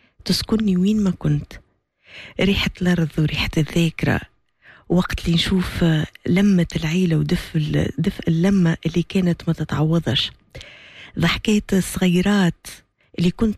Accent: Gafsa, Gafsa Governorate, Tunisia; moved away as an adult; يرجعني القفصة ويرجعني لربوع قفصة وللجنوب

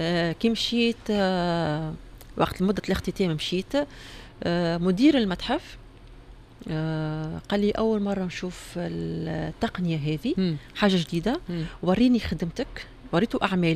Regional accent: Tunisia; وانا من تونس

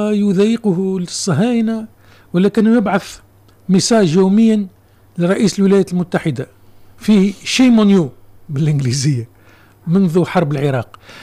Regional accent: Tunisia; عندنا في تونس

